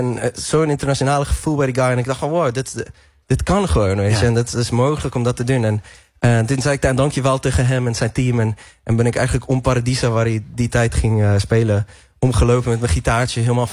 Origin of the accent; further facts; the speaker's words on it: South Africa; Dutch is a second language; Ik ben opgegroeid in Zuid-Afrika.